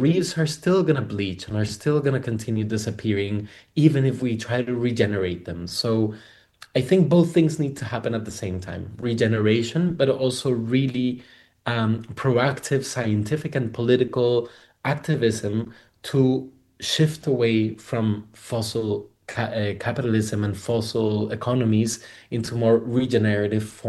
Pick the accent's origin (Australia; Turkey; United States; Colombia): Colombia; now in Spain; that I think is quite interesting is in Colombia, where I'm originally from. I live in Spain, but I'm from Colombia.